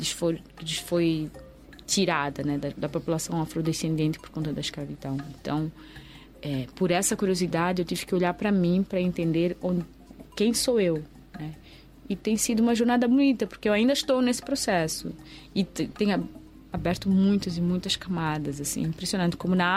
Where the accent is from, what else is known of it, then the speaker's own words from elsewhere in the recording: Mozambique; moved away as an adult; now in Brazil; mesmo sendo moçambicana, tem muita coisa sobre a minha cultura que eu não sei.